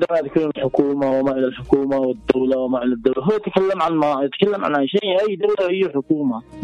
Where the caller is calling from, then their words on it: Yemen; نحن غزنا في الشمال